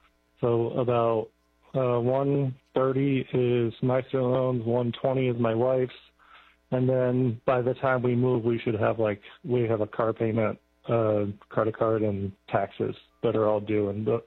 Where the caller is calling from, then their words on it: Charlotte, North Carolina, United States; I'm right outside Charlotte, moving up to the Northeast.